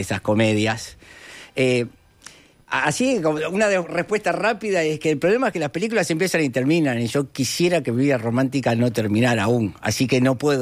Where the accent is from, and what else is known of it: Uruguay